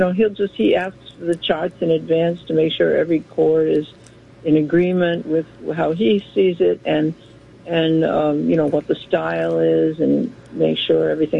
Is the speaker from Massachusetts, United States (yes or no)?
yes; Boston, Massachusetts, United States; moved away as an adult; now in New York, United States; I'm a Bostonian, but I transplanted over here in 1978.